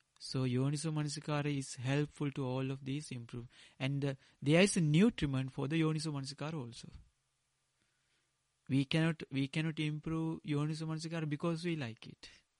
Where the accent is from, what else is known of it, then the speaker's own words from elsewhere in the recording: Sri Lanka; first language Sinhala; English is a second language; I learned this in Dhamma, in Pali, directly in Pali, or in my mother language, in Sinhala.